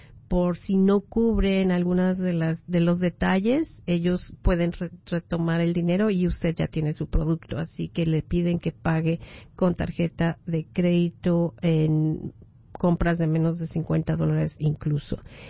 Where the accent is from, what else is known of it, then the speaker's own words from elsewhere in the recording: Mexico; yo soy mexicana y hoy juega mi México